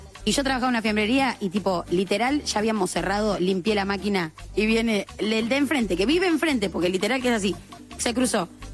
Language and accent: Spanish; San Martín, Buenos Aires Province, Argentina; Yo soy de San Martín.